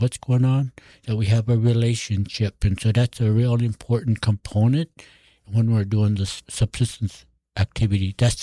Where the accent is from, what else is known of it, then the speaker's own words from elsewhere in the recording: Alaska, United States; So I come from the Bering Straits region. In relation to the Alaska map, if you look at the Alaska map, it's the closest region to Russia. The Seward Peninsula and Russia are very close to each other. So I'm on the southern part of what